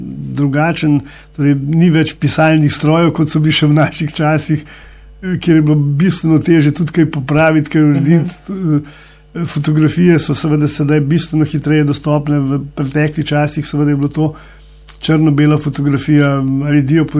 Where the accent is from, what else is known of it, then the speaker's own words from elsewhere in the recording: Lower Carniola, Slovenia; smo Dolenjci